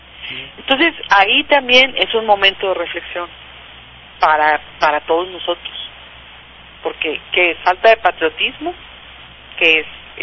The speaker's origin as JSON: {"language": "Spanish", "region": "Chihuahua", "country": "Mexico", "lives_now": "Ciudad Juárez, Mexico", "said": "Yo soy muy chihuahuense"}